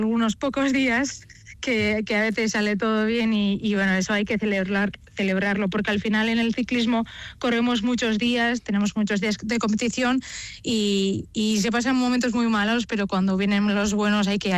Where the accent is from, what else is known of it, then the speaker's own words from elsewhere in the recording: Zarautz, Basque Country, Spain; este año además el viernes la primera etapa sale de mi pueblo y acaba en mi pueblo, en Zarautz.